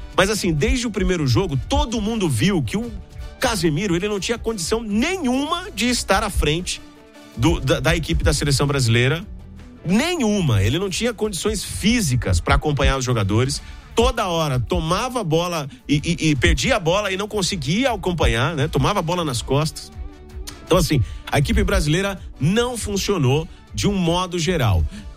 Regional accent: Brazil; a gente é brasileiro

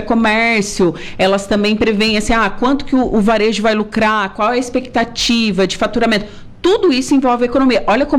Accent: Torres, Rio Grande do Sul, Brazil; Eu sou de Torres

